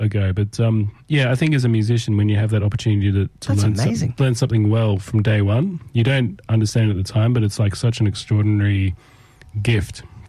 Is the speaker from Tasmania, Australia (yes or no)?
no; Tamworth, New South Wales, Australia; I grew up in Tamworth, yes.